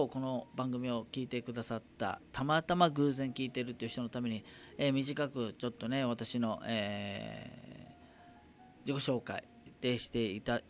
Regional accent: Nago, Okinawa, Japan; 僕はちなみに生まれ育ち名護生まれ名護育ち、根っからのも名護んちゅなんですが

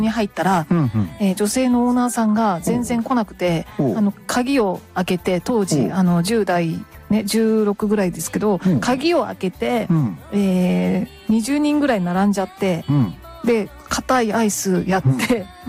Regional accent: Kagawa, Japan; 実は私地元の香川県にいる頃にですね、サーティワンで、うん、バイトしてたことがあるんですけど

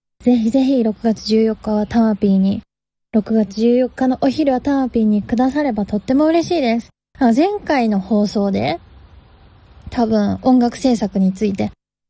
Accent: Sano, Tochigi, Japan; 4月5日 栃木県佐野市、地元の栃木県でやりましたお花火ライブの様子をここからお聞きください

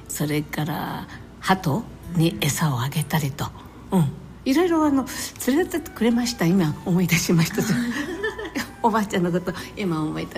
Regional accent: Kyoto, Japan; 京都生まれなんです。あの駅から見える五重の塔の、すぐ近くでもう生まれまして。

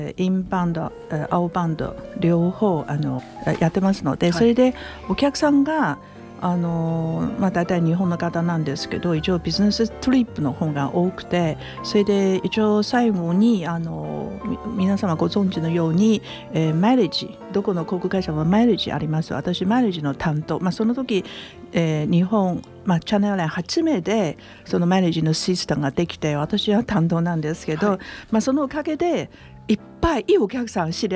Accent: Taiwan; 最初はもう台湾の出身ですから台湾は詳しいんですね

